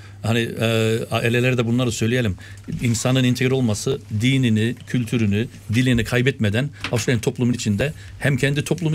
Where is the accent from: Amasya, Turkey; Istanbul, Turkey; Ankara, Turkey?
Ankara, Turkey; Ben Ankara'lı olarak … bunu söyleyeyim.